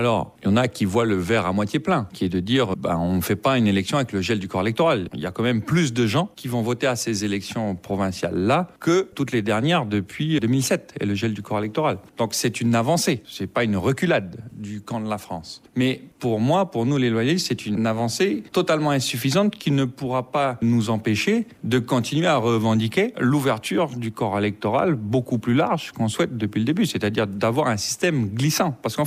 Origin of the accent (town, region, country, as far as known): New Caledonia